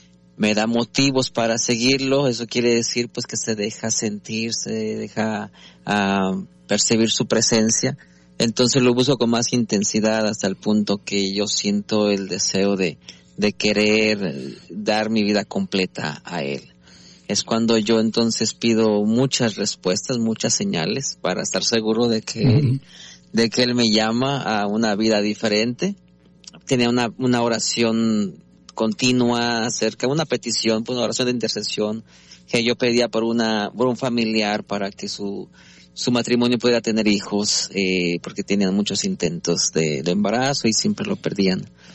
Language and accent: Spanish; San Juan de los Lagos, Jalisco, Mexico; moved away as an adult; now in United States; yo soy originario de San Juan de los Lagos, Jalisco.